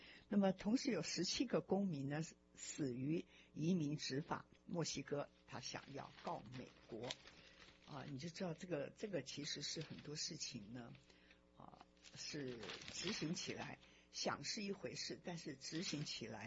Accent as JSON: {"language": "Chinese", "country": "Taiwan", "tie": "born there", "said": "我说我是在台湾出生的中国人我是台湾人也是中国人，我是在台湾出生的中国人"}